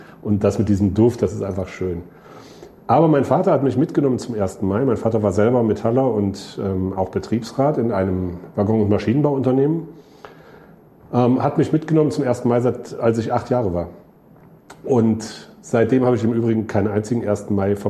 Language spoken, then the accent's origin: German; Krefeld, North Rhine-Westphalia, Germany; also ich komme aus Krefeld